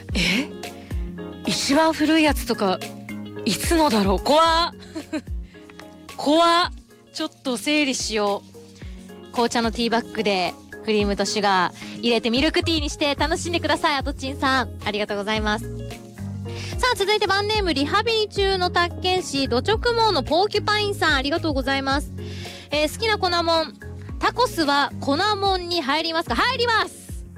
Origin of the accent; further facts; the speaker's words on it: Okinawa, Japan; moved away; 沖縄出身のあの…です